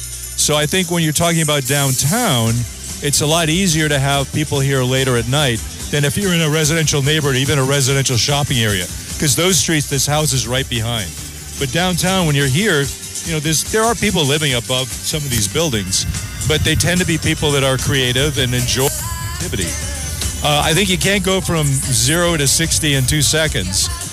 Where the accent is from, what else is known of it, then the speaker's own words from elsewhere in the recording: Fall River, Massachusetts, United States; moved away as an adult; now in Vallejo, United States; my hometown of Fall River, Massachusetts